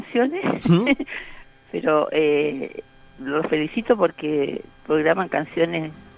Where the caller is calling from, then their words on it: San Joaquín, Santiago Metropolitan Region, Chile; De San Joaquín, de la J. Bello